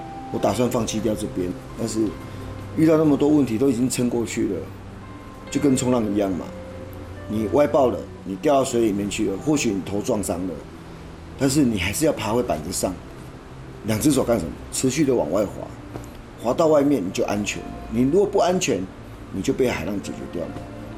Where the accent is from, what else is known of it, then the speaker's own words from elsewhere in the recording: Kaohsiung, Taiwan; moved away as an adult; also born or lived in Neipu, Pingtung; 我是屏东孩子，我在内埔出生，高雄长大，然后来这边工作是从86年左右下来。